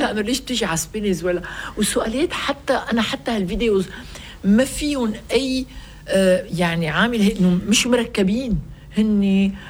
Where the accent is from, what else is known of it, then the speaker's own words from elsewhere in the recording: Lebanon; أنا مواطنة لبنانية بتعشق بلدها، متجذرة فيه، ما قدرت بولا لحظة ولا مرحلة بحياتها إنها تتركه